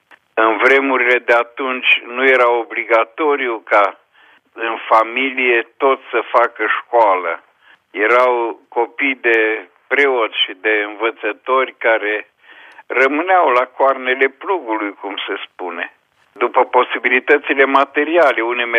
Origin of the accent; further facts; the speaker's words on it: Săbolciu, Bihor County, Romania; now in Bucharest, Romania; Originar sunt din Crișana, la o distanță de 18 km de Oradea, pe drumul spre Cluj. Pe malul Crișului Repede, în zăvoaiele Crișului, mi-am petrecut copilăria, fiindcă m-am născut într-un sat care se numește Săbolciu, un sat eminamente românesc și ortodox.